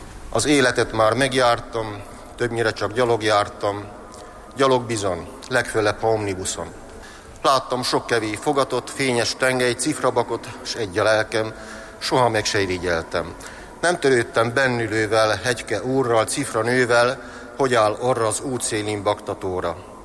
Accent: Egerbakta, Heves, Hungary; also born or lived in Eger; Egerbaktáról jöttem. Ott végeztem az általános iskolát, majd itt Egerben a Gárdonyi Géza gimnáziumban érettségiztem.

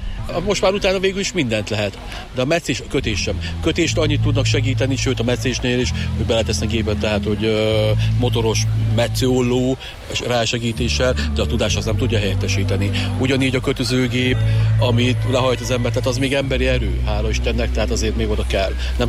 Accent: Eger, Heves, Hungary; Én egri származású vagyok, felnémeti.

